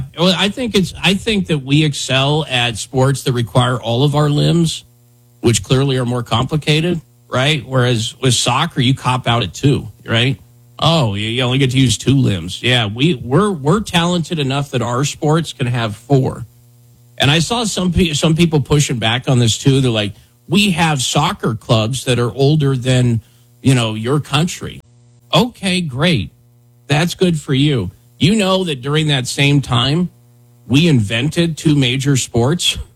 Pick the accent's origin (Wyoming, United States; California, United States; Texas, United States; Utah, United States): Wyoming, United States; moved away; Well, no, I'm from Wyoming.